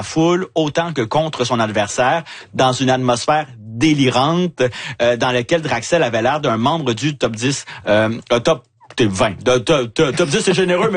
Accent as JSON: {"language": "French", "town": "L'Ancienne-Lorette", "region": "Quebec", "country": "Canada", "tie": "born or raised there", "said": "parce que moi, je suis de la Lorette rival de Loretteville. J'ai grandi aussi de mes deuxièmes mois à mes 20 ans."}